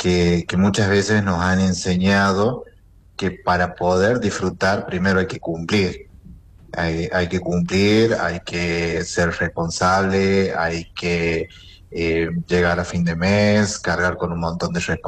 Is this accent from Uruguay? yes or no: no; Argentina; el orgullo que hemos sentido como argentinos.